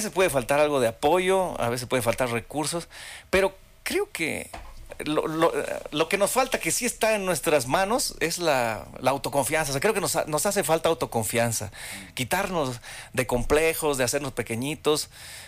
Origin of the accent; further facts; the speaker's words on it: Bolivia; now in Mexico; yo me escribiría como boliviano ahí